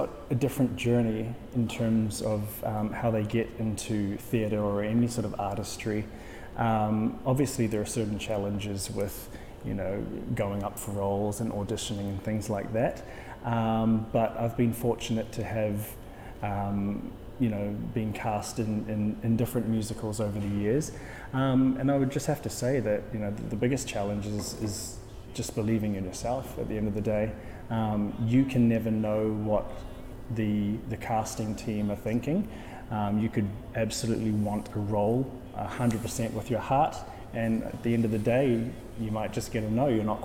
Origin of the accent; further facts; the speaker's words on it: New Zealand; growing up in New Zealand, I didn't know about my family roots other than what my mom had taught me.